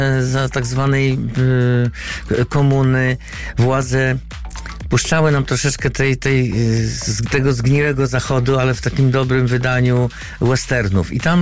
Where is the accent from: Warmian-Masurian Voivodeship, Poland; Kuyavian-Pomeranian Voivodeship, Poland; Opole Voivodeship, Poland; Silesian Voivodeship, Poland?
Warmian-Masurian Voivodeship, Poland; Węgorzewo; born there; bo ja się urodziłem w ogóle w Węgorzewie, miałem tam sporo też znajomych